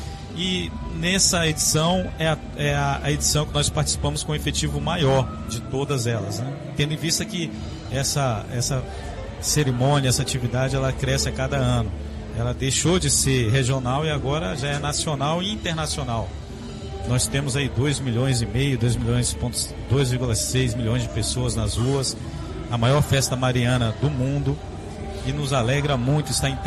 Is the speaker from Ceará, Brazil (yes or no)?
yes; Fortaleza, Ceará, Brazil; moved away as an adult; also born or lived in Altamira; now in Belém, Brazil; eu sou natural de Fortaleza, mas já moro em Belém 8 anos e tem mais 4 anos de Altamira, então são 12 anos no total.